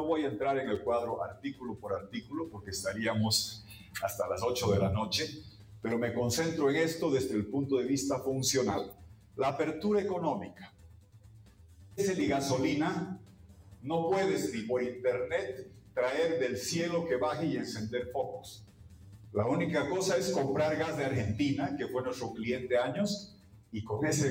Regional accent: Bolivia; qué vergüenza que me da esto como boliviano

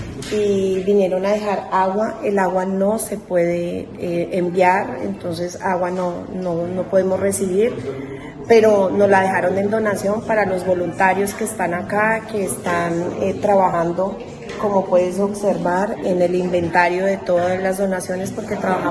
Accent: Colombia; now in Tijuana, Mexico

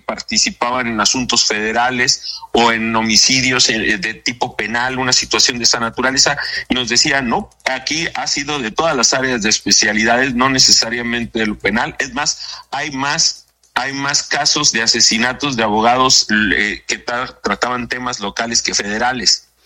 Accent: Ciudad Obregón, Sonora, Mexico; also born or lived in Mexicali; También te podría decir que crecí en Ciudad Obregón también, entonces conozco el calor húmedo.

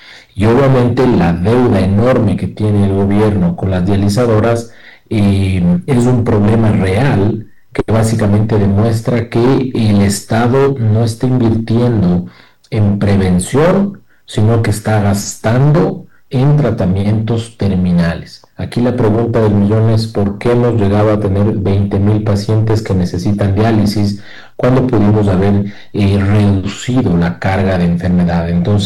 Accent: Ecuador; porque tengo diálisis y porque soy del Ecuador y mi constitución lo garantiza.

